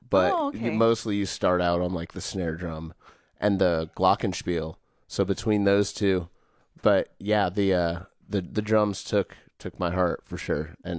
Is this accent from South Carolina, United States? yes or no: yes; South Carolina, United States; also born or lived in Charleston; So we're all from South Carolina, and I knew them back when they were playing as a duo all around the state